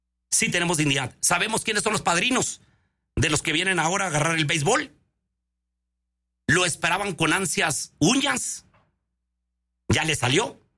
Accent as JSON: {"language": "Spanish", "town": "Camargo", "region": "Chihuahua", "country": "Mexico", "tie": "born there", "said": "soy de Camargo, nací en Camargo, soy mazorquero, quiero a mi gente de Camargo"}